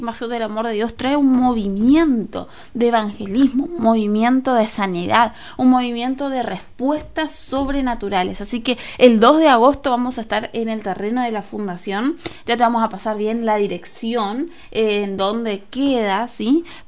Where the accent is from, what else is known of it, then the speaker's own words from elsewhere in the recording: Curuzú Cuatiá, Corrientes, Argentina; Como te dije, nosotros somos de una ciudad de Curuzú. Perdón, somos de Curuzú.